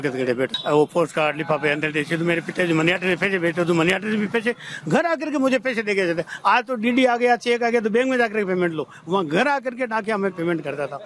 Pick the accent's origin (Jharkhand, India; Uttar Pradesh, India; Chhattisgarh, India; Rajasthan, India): Rajasthan, India; Rajlota; मेरा छोटा गाँव राजलोता डेगाना तहसील नागौर जिले में